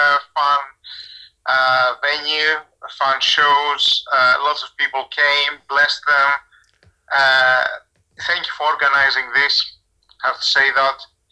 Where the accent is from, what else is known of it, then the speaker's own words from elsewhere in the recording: Greece; moved away as an adult; now in Scotland, United Kingdom; So I grew up in Greece, and I have been living in Scotland for the last 12 years.